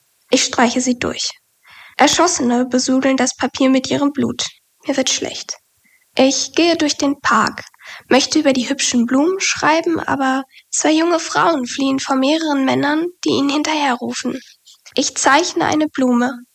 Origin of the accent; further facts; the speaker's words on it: Essen, North Rhine-Westphalia, Germany; born there; ich bin 20 Jahre alt. Ich komme gebürtig aus Essen und studiere in Bochum.